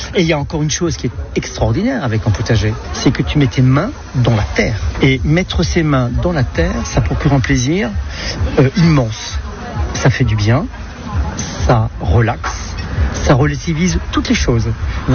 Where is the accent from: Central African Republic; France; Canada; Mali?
France; Grand Est; Voilà, parce que je suis alsacien et mon retour en Alsace me pousse vers le magui.